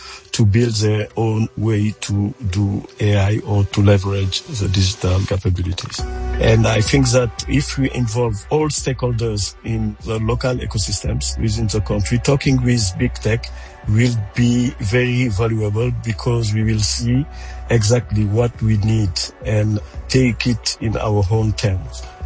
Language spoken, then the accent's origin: English; Senegal; But we have to be aware of our own capabilities also. … from Senegal.